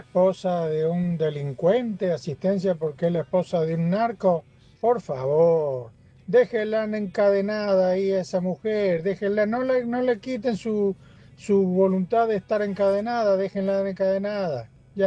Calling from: Maipú, Argentina; Soy de Maipú.

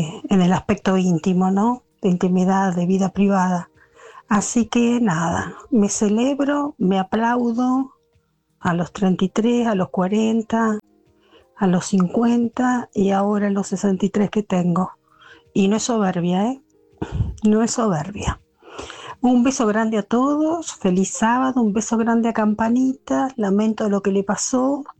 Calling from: Santa Rosa, La Pampa, Argentina; de Santa Rosa, La Pampa.

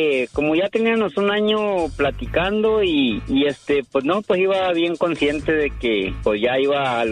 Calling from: Durango, Mexico; yo soy de Durango.

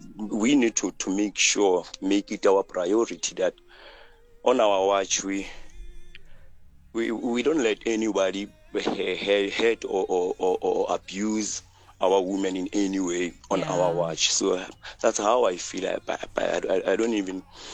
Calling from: South Africa; from Kutwanu.

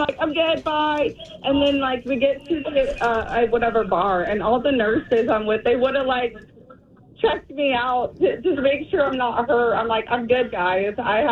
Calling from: Indianapolis, Indiana, United States; I'm from Indianapolis.

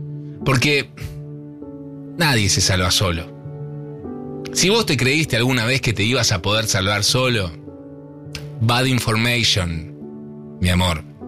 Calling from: Quilmes, Buenos Aires Province, Argentina; de Quilmes.

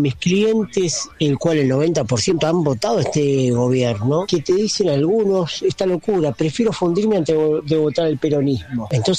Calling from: Berazategui, Buenos Aires Province, Argentina; de Berazategui, fabricante de carteras, devenido a Uber.

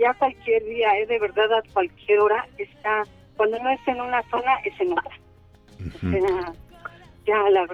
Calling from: Chalco, State of Mexico, Mexico; Yo vivo hasta la salida de Chalco y trabajo un poquito más arriba de Polanco.

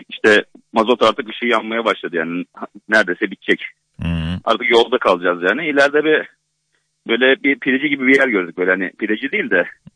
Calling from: Istanbul, Turkey; İstanbul'dayım.

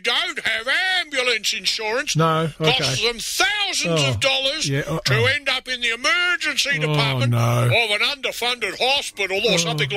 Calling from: Northcote, Victoria, Australia; I'm calling you from Northcote.

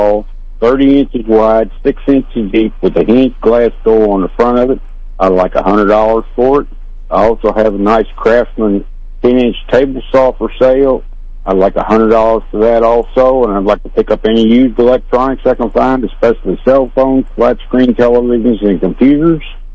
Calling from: Slater, Missouri, United States; I'm calling from Slater

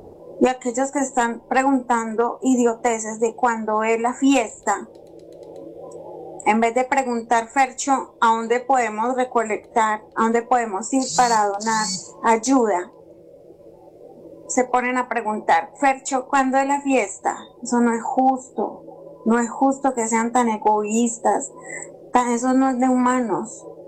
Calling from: Copacabana, Antioquia, Colombia; de Copacabana, Antioquia.

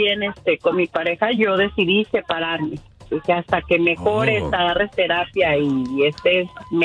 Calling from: Phoenix, Arizona, United States; De Phoenix, Arizona

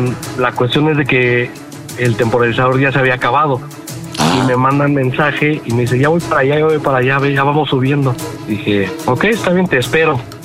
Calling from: Mexico City, Mexico; De la poderosísima CDMX.

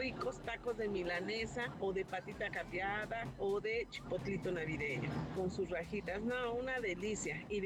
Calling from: Puebla, Mexico; los escucho desde la colonia La Hacienda.

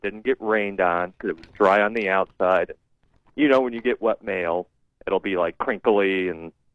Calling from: Portage County, Ohio, United States; I'm from Portage County

